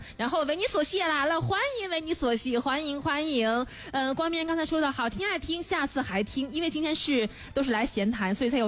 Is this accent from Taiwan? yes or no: no; Yicheng, China; 我老家义城的，我小时候是在义城长大的